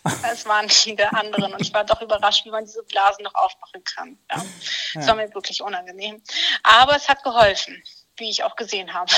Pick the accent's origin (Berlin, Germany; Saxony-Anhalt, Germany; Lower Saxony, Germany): Lower Saxony, Germany; Oldenburg; Was ich durchaus als Oldenburger sagen kann, dass es eigentlich mit zu Oldenburg gehört